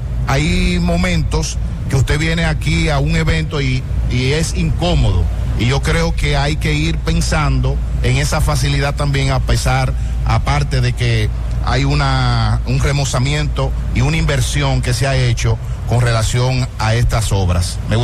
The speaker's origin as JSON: {"language": "Spanish", "town": "Santo Domingo Este", "region": "Santo Domingo", "country": "Dominican Republic", "said": "Ministro, yo soy de aquí de Santo Domingo Este y he venido muchas veces a estas instalaciones."}